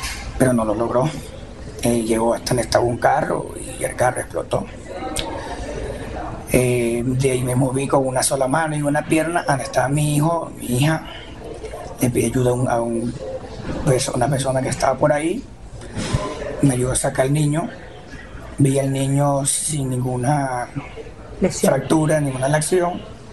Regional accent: La Guaira, Venezuela; Soy de La Guaira, de Caribe.

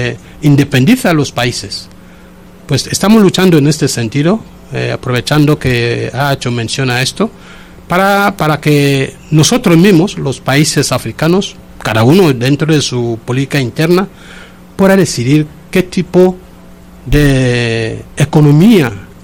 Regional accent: Equatorial Guinea

